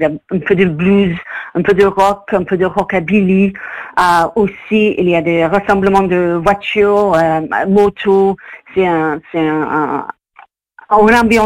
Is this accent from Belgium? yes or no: no; Manchester, North West England, United Kingdom; French is a second language; moved away as an adult; now in France; il a joué là-bas, chez moi, à Manchester. Mais j'ai raté parce que je suis déjà en France.